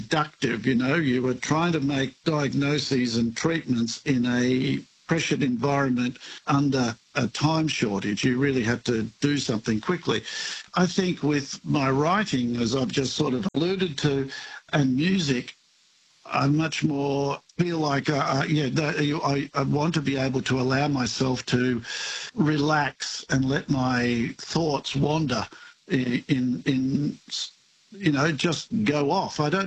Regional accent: Rockhampton, Queensland, Australia; born there; and I was born in Rockhampton in Queensland.

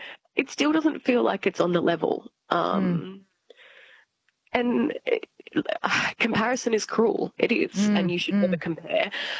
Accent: Albury, New South Wales, Australia; In Albury-Wodonga, so I'm from Albury, yes.

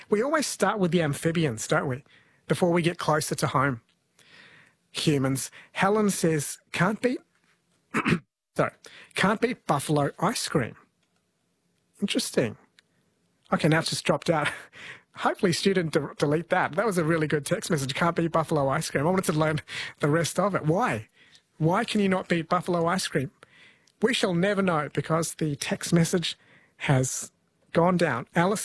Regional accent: Kerala, India; born there; Manana in Malayalam, I was born in Kerala, means yesterday.

